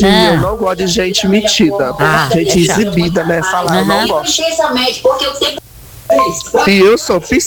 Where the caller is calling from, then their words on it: Campo Norte, Brazil; Eu sou aqui de Campo Norte.